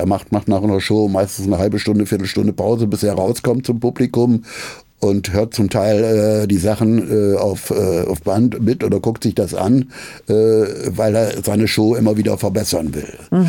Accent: Osnabrück, Lower Saxony, Germany; now in Berlin, Germany; Also ich bin 72 nach West-Berlin gekommen. 72, ja. Das heißt, ich bin länger Berliner als die meisten Berliner, die hier heutzutage leben. Aber ich bin halt dadurch kein Ur-Berliner. Ich komme ursprünglich aus Osnabrück.

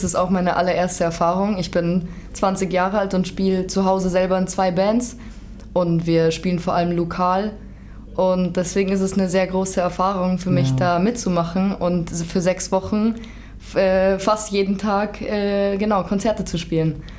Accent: Landshut, Bavaria, Germany; ich komme aus Deutschland und aus Landshut

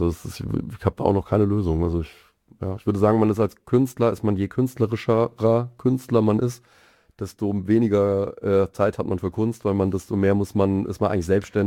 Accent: Mainz, Rhineland-Palatinate, Germany; moved away as an adult; now in Mannheim, Germany; Ich bin Mainzer eigentlich und bin halt vor jetzt bald 20, also 2008, na gut, noch nicht ganz 20 Jahre, aber geht auf die 20 Jahre, halt zum Studieren dann eben an die Popakademie gekommen.

